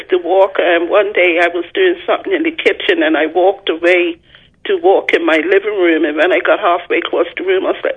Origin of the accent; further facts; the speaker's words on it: Bermuda; I grew up on North Shore